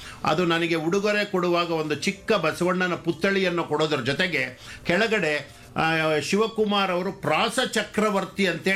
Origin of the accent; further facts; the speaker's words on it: Hosakote, Karnataka, India; ನಮ್ಮ ಹೊಸಕೋಟೆ ತಾಲೂಕು ಅರೆಹಳ್ಳಿ ಗ್ರಾಮ ಕಲ್ಕುಂಟೆ ಅಗ್ರಹಾರ ಅನ್ನೋ ಶ್ರೀ ರಂಗನಾಥ ಪ್ರೌಢಶಾಲೆಯಲ್ಲಿ ನಂದು 10ನೇ ತರಗತಿ ತನಕ ವಿದ್ಯಾಭ್ಯಾಸ.